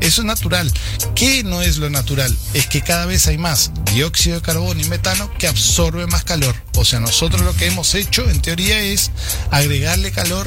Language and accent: Spanish; Uruguay; nosotros acá en Uruguay no producimos con carbón la electricidad.